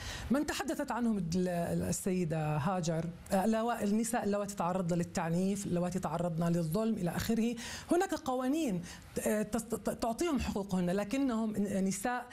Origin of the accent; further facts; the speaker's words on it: Jordan; أنا امرأة أردنية متزوجة ولدي